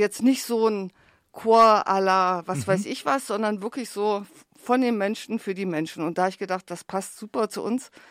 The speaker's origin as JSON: {"language": "German", "town": "Weimar", "region": "Thuringia", "country": "Germany", "said": "ich komme ja auch aus Weimar"}